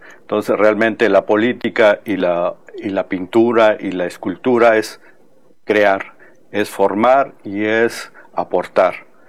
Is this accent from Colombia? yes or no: no; Oaxaca, Mexico; muy orgullosos de nuestras raíces, de toda nuestra cultura y todo lo que representamos, ¿no? Como oaxaqueños. Y realmente enaltecemos y formamos parte de esta gran cultura y esta gran comunidad de oaxaqueños.